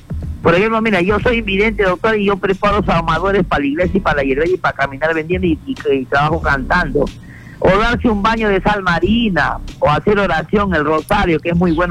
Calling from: Peru

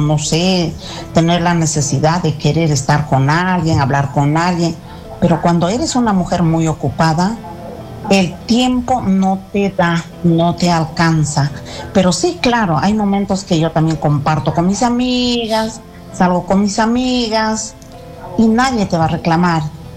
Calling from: Ayacucho, Peru

